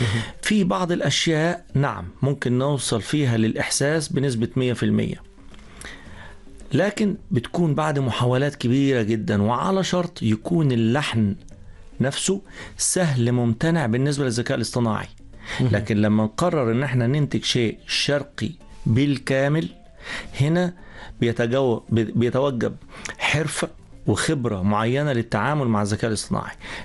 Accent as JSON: {"language": "Arabic", "country": "Egypt", "said": "إحنا عندنا في مصر كمان في تنوع شوية في التضاريس، لكن ما عندناش مدن وازدحام سكاني في مناطق جبلية"}